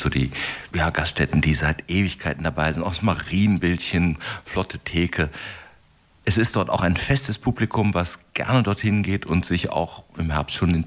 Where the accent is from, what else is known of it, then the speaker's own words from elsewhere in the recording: Neuss, North Rhine-Westphalia, Germany; Neuss ist meine Heimatstadt.